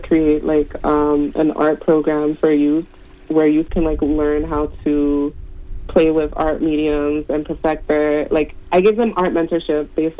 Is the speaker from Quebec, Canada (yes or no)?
no; Toronto, Ontario, Canada; I'm from Toronto, like, I'm from the West End of Toronto. I grew up in, like, near Jane and Finch.